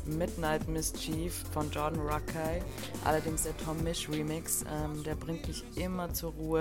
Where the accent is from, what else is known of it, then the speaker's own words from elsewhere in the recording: Vienna, Austria; ich komme aus Wien.